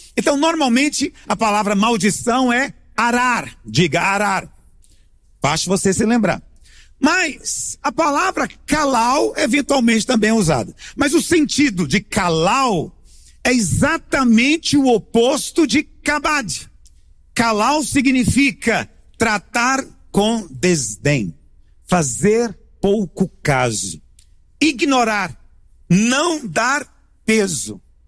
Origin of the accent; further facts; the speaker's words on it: Goiás, Brazil; nós somos goianos, a gente nunca usa essa palavra.